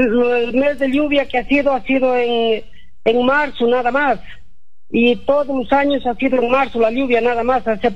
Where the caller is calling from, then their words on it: Cochambajo, Cajamarca, Peru; el teniente gobernador del centro poblado de Cochambajo.